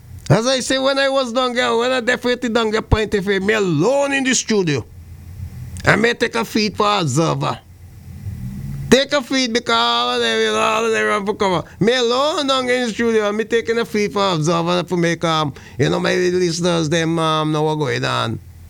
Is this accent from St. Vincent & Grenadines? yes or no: yes; St. Vincent & Grenadines; What I in St. Vincent, my hometown, Dominica, St. Lucia, Grenada, Jamaica, Guyana